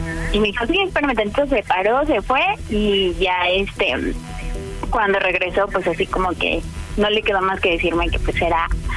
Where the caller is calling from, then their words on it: Mexico City, Mexico; Tengo 26 años. Soy de aquí, de la Ciudad de México, de Iztapalapa.